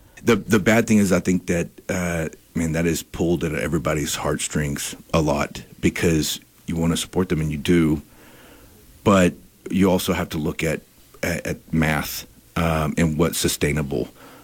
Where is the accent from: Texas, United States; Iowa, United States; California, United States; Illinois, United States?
Texas, United States; For me, being born and raised in West Texas, water is it's just always going to be an issue.